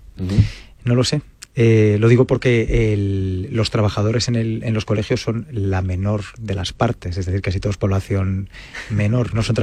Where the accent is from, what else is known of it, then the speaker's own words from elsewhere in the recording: Galicia, Spain; yo por ejemplo soy gallego